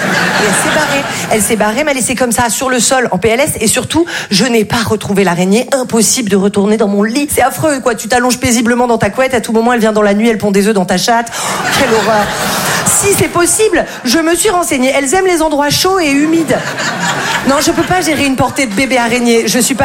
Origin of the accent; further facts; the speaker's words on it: Val-de-Blore, Provence-Alpes-Côte d'Azur, France; moi, je viens d'un tout petit village qui s'appelle Val-de-Blore. C'est sublime, mais alors, il faut pas du tout se faire mal là-bas, parce que si tu veux aller aux urgences, il faut faire 2 heures de route.